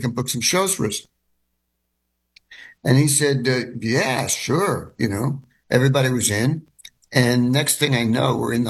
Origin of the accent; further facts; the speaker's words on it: Long Island, New York, United States; moved away as an adult; also born or lived in San Francisco; when I was growing up on Long Island here in New York